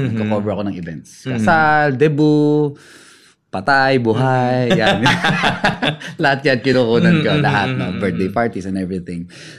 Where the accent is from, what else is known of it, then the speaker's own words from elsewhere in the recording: Bacoor, Cavite, Philippines; also born or lived in Quezon City; I'm from Quezon City pero pinanganak at lumaki sa Cavite. So, Bacoor.